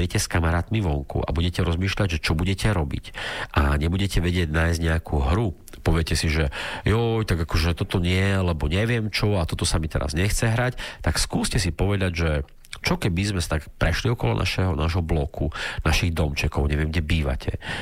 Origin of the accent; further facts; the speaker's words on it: Bardejov, Prešov Region, Slovakia; moved away; ja pochádzam z Bardejova, z takého malého mestečka, ktoré je akože veľmi pekné.